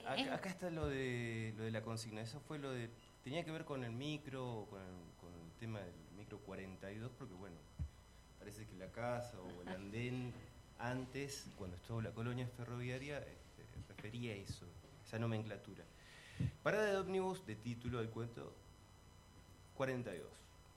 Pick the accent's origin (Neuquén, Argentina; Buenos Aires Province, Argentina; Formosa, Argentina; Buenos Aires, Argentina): Neuquén, Argentina; also born or lived in Sierra Grande, Río Negro; Nací en Sierra Grande, bueno, me fui criando en la provincia que está al ladito, en Neuquén.